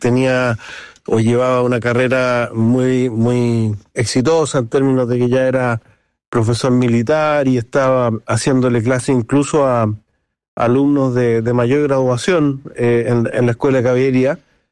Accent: Valparaíso, Chile; also born or lived in Viña del Mar; La verdad que yo nací en Viña del Mar, pero viví los primeros años de vida en Valparaíso.

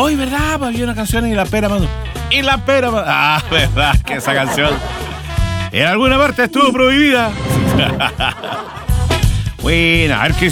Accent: Talcahuano, Biobío, Chile; born there; moved away; ya no he vuelto más para Talcahuano. Y yo nací en Talcahuano.

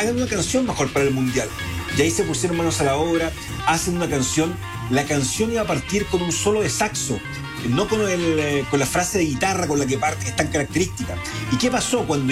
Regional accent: Chile; Y de nuestra sociedad como chilenos.

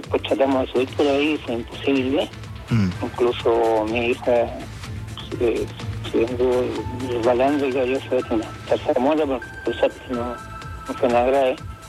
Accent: La Cruz, Valparaíso, Chile; De la región de Valparaíso, del sector interior de La Cruz, Calera, Quillota, en ese espacio.

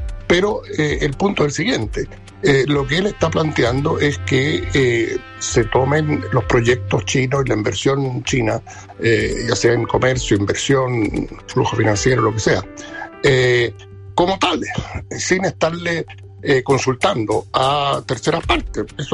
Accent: Chile

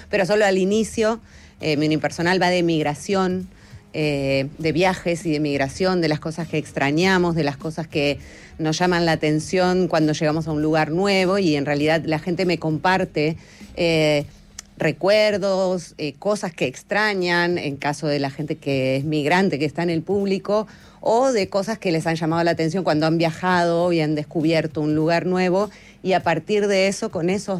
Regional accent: Argentina; now in Peru; Soy argentina y vivo hace 15 años en Perú.

